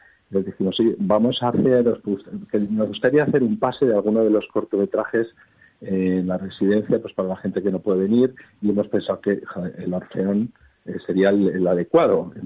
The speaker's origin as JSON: {"language": "Spanish", "town": "Pamplona", "region": "Navarre", "country": "Spain", "said": "somos de aquí, de Pamplona, los pamplones"}